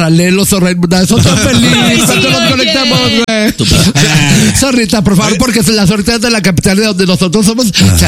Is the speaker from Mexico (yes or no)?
yes; Santiago Papasquiaro, Durango, Mexico; Santiago Papasquero Durán, con mucho orgullo.